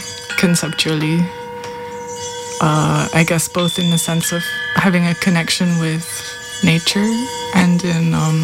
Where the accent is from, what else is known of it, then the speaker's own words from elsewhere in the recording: Scotland, United Kingdom; As a Scottish person